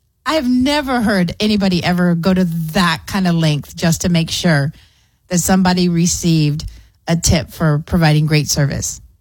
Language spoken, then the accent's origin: English; El Paso, Texas, United States; I'm from El Paso, Texas.